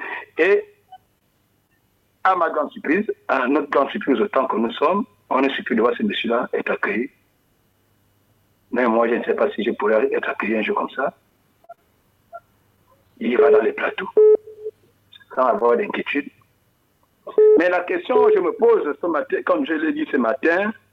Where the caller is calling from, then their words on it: Gabon; en tant que Gabonais de Landa.